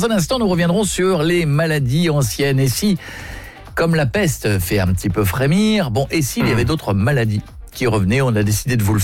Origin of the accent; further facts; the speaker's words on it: Hauts-de-France, France; moved away; Moi, j'ai passé toute ma vie, j'ai grandi dans le nord, en Picardie